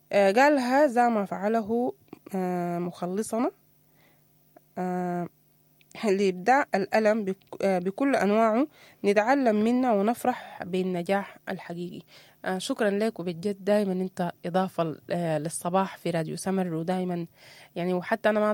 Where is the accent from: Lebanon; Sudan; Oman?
Sudan